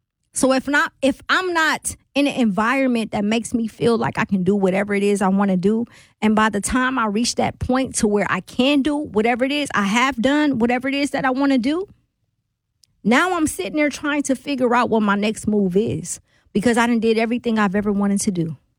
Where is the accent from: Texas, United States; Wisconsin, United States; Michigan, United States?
Wisconsin, United States; Milwaukee; I'm from the crib. I'm from Milwaukee, right? Milwaukee is fly, especially in the era that I grew up in. Born in the 80s, raised in the 90s